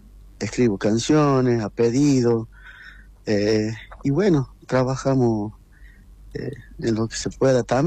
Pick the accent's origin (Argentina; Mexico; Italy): Argentina; Nonogasta, La Rioja; born there; soy de Nonogasta. Empecé a los 13 años, ¿no? Yendo a la Escuela de Arte en Nonogasta.